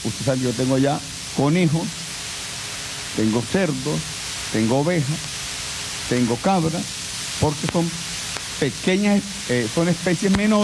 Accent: Táchira, Venezuela; nosotros que somos gochos

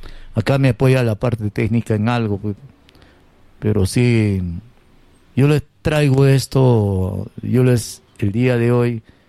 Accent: Peru; hay que reconocer qué somos peruanos, cuál es nuestra cultura, la cultura de nuestros Andes

